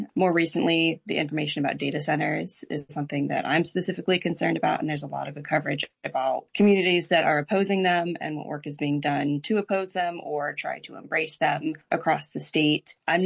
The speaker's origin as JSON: {"language": "English", "town": "Wilmington", "region": "Delaware", "country": "United States", "tie": "born or raised there", "said": "from Wilmington. I like to consider myself local. I moved to Delaware when I was 5 and grew up here, and I love Delaware."}